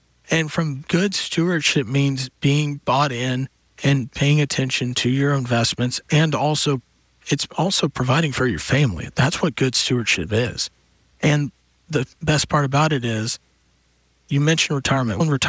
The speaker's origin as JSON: {"language": "English", "region": "Texas", "country": "United States", "tie": "born or raised there", "said": "me growing up in Texas, that was part of our lifestyle"}